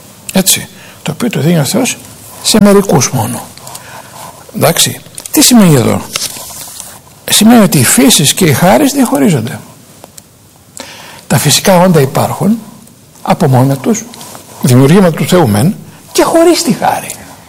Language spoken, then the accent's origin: Greek; Greece; Δεν έχει σημασία ότι εγώ είμαι Έλληνας